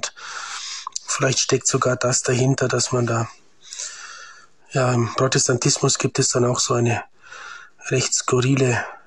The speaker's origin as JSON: {"language": "German", "region": "Bavaria", "country": "Germany", "moved": "yes", "lives_now": "Liechtenstein", "said": "ich bin 48 Jahre alt, bin aus Bayern, aus Oberfranken"}